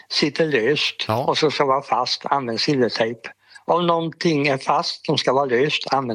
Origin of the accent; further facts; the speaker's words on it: Sävsjö, Jönköping County, Sweden; born there; jag gick ner till biblioteket hemma i Sävsjö